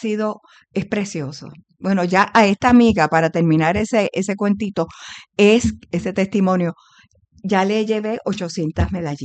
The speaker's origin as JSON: {"language": "Spanish", "town": "Aguadilla", "country": "Puerto Rico", "tie": "born or raised there", "said": "Y resulta que voy a Aguadilla, que yo soy oriunda de Aguadilla, un lunes a las 7 de la mañana a la Santa Misa"}